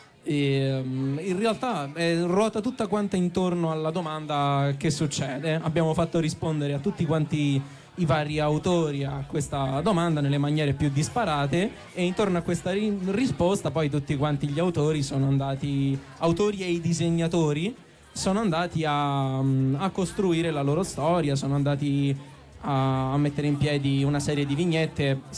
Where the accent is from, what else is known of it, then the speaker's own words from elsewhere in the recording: Rome, Lazio, Italy; E sì, siamo di Roma principalmente, Roma e provincia